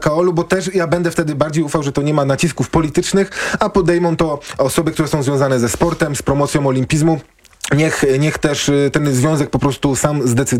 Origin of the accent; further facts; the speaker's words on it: Kraków, Lesser Poland, Poland; ja jestem z Krakowa